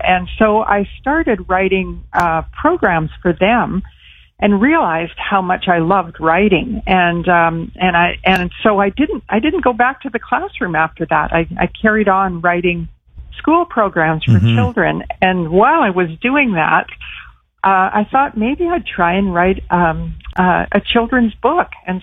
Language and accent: English; Moose Jaw, Saskatchewan, Canada; born there; Yes, I was born in Moose Jaw, Saskatchewan, and so were my parents, and so we have a lot of roots in Saskatchewan, including farm relatives and people still living in the Moose Jaw area.